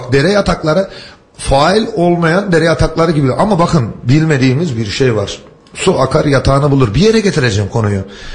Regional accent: Mersin, Turkey; born there

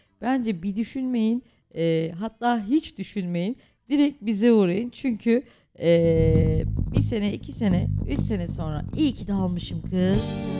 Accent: Düzce, Turkey; valla neymiş bu Düzce ya, küçük müçük ama benim şehrim

